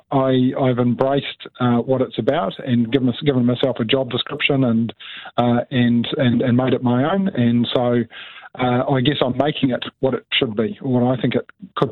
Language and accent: English; Whanganui, Manawatū-Whanganui, New Zealand; I've never been in local government before, but I was born here in Whanganui. The day Neil Armstrong walked on the moon, actually, brought up on a hill country farm.